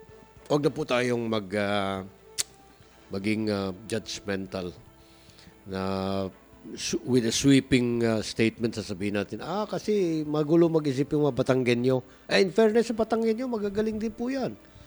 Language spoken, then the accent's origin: Tagalog; Davao City, Davao Region, Philippines